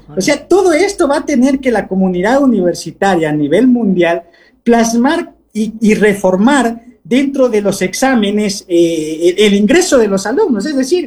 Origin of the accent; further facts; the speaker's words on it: Argentina; quienes somos argentinos, ahí venían los argentinos, no sacamos esa nota jamás, dicen.